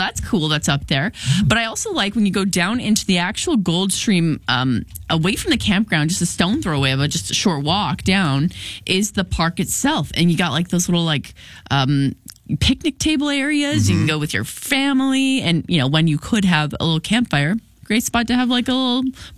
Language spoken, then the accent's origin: English; Sidney, British Columbia, Canada; I grew up right down on McDonald Park Road in Sydney, North Saanich, whatever.